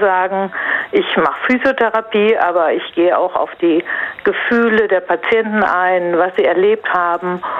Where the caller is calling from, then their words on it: Worms, Rhineland-Palatinate, Germany; Ich bin aus Feddersheim bei Worms.